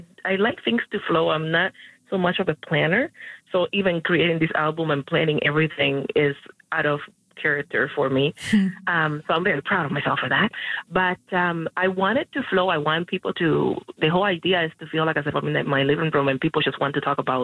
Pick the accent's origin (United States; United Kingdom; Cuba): Cuba; now in Canada